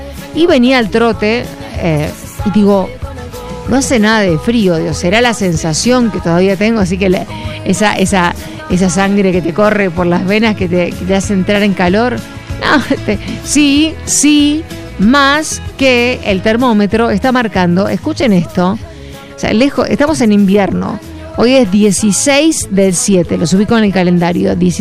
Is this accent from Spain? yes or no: no; Argentina; por mí como argentina